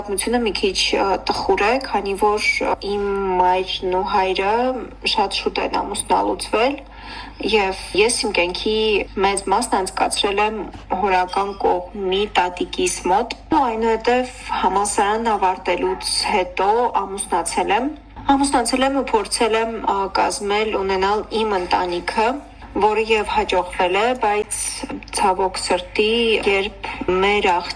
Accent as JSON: {"language": "Armenian", "town": "Stepanakert", "country": "Azerbaijan", "tie": "born or raised there", "said": "ծնվել եմ Ստեփանակերտում, սովորել եմ թիվ 11 ավագ դպրոցում"}